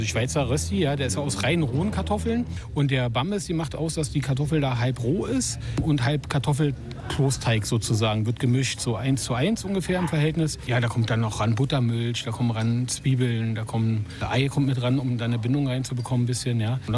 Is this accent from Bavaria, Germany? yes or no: no; Berlin, Germany; Ich bin eigentlich Berliner, ne? Und da ist Sauerbraten wird ja ganz anders gemacht bei uns, ne?